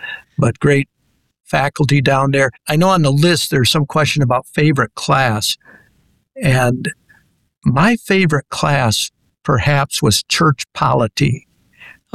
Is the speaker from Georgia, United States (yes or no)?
no; Grand Blanc, Michigan, United States; Both my wife and I grew up in Michigan, grew up in a town called Grand Blanc up mm-hmm. near Flint. And we were at the same church, same school